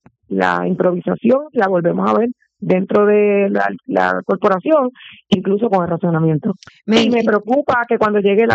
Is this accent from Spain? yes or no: no; Carolina, Puerto Rico; yo soy de Carolina y la he enfrentado un montón de veces